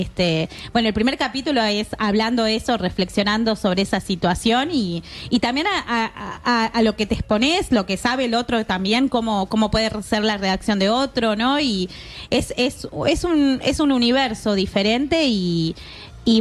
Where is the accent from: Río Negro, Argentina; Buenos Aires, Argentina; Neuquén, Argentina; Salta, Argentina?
Salta, Argentina; Así que soy, claro, de Salta, claro, católica y todas las cosas.